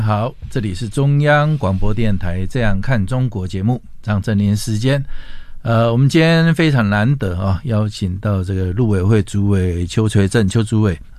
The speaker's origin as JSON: {"language": "Chinese", "country": "Taiwan", "said": "我们台湾这边"}